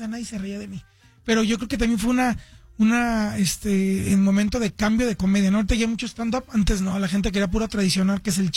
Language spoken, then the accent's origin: Spanish; Guadalajara, Jalisco, Mexico; muchos piensan que soy de Monterrey. A lo mejor como hablo fuerte o grito, pero no orgullosamente de Guadalajara.